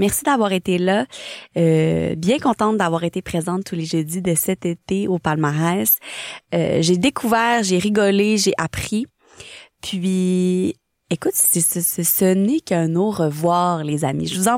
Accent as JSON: {"language": "French", "town": "Trois-Rivières", "region": "Quebec", "country": "Canada", "tie": "born or raised there", "said": "je l'ai également vu en show dans ma ville natale à Trois-Rivières"}